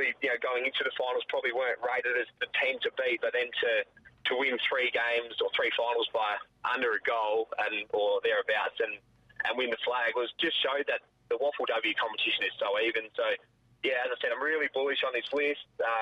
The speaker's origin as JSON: {"language": "English", "town": "Northampton", "region": "Western Australia", "country": "Australia", "tie": "born or raised there", "said": "As you'd imagine, we were a massive footy family growing up in Northampton. That's what you did."}